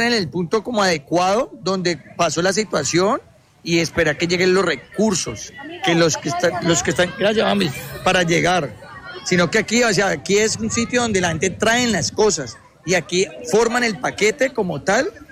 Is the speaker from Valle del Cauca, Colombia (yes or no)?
yes; Cali, Valle del Cauca, Colombia; nosotros caleños somos demasiado unidos.